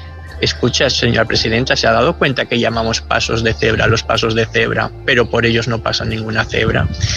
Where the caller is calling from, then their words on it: Gandia, Valencian Community, Spain; de Gandía.